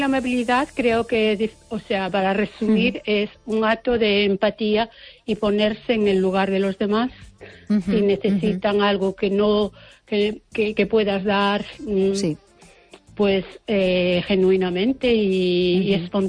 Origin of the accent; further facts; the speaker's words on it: Spain; moved away; also born or lived in United Kingdom; Yo soy española, pero viví mucho tiempo en el extranjero.